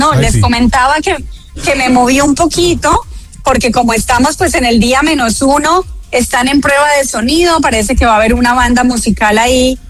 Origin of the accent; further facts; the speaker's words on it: Colombia; para nosotros como colombianos